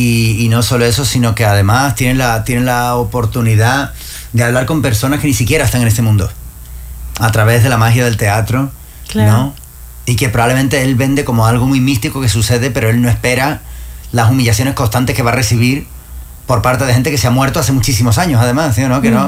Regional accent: Spain; moved away; para mí como español

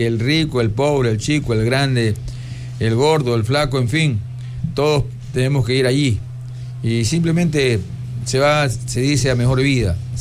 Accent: Ecuador; Colón, parroquia donde crecí, donde hice mi infancia y parte de mi adolescencia

